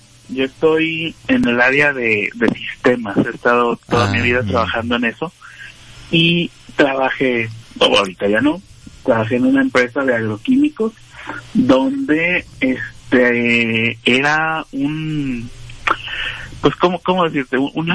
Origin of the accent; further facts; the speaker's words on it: Manzanillo, Colima, Mexico; Yo soy de Manzanillo, Colima, estamos.